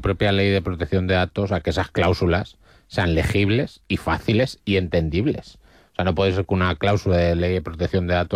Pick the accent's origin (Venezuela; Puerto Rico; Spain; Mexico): Spain; Vargas, Cantabria; En mi caso, en mi pueblo, en Vargas, pues no hay policía nacional, claro, era policía local.